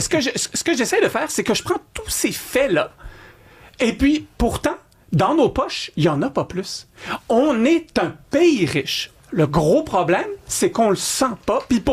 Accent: Quebec, Canada; en tant que Canadien, Québécois

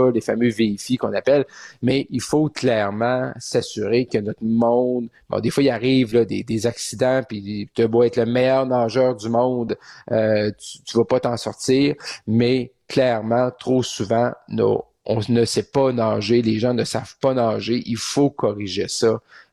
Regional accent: Roberval, Quebec, Canada; je suis né à Roberval, sur le bord du lac Saint-Jean

